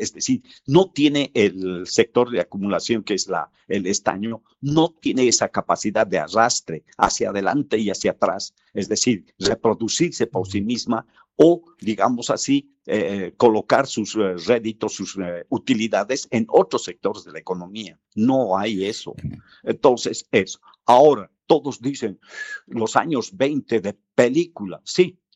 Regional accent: Bolivia

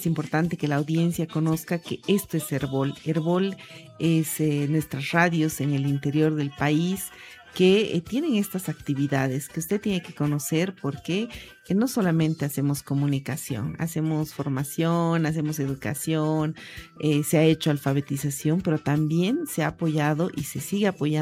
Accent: Bolivia; como buenos bolivianos, recién se va a llenar toda esa lista de competidores

